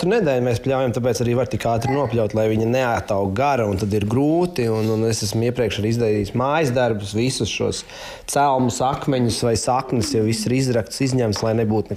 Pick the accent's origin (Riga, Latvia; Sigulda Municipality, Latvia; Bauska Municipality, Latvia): Sigulda Municipality, Latvia; Ragana; es esmu tepatās gan no Raganas, un arī šeit, kur mēs šobrīd dzīvojam, es esmu diezgan liela daļa bērnības, arī vasaras dienas pavadījuši tieši šeit, pie šī ezera